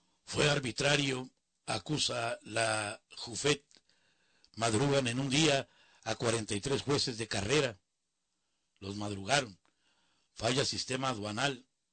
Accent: Mexico; si somos mexicanos y orgullosos nos sentimos

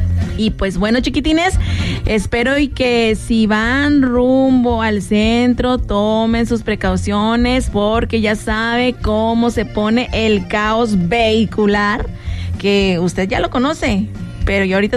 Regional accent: Mexico; para todos nosotros que somos mexicanos.

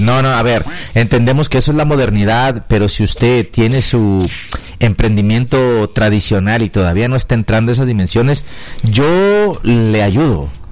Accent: Cusco, Peru; y aparte soy Cusco, pues, pero le voy al Cienciano

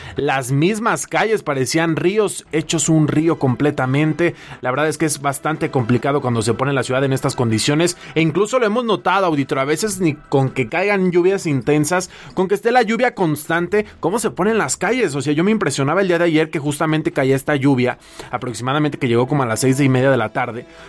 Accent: Mexico

